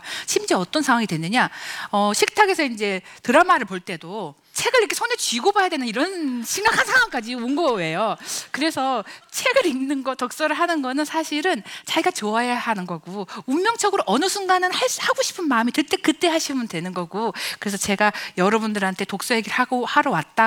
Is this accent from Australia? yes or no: no; Gongju, South Chungcheong, South Korea; born there; 저는 충남 공주에 있는 어떤 연탄집 새빵에서 태어났습니다.